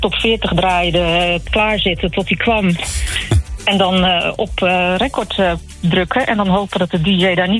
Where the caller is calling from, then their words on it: Meerkerk, South Holland, Netherlands; Meerkerk.